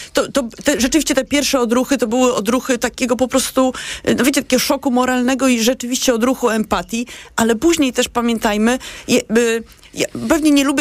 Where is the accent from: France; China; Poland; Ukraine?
Ukraine; Polish is a second language; z 14 mnie wywalili, bo jestem Ukrainką.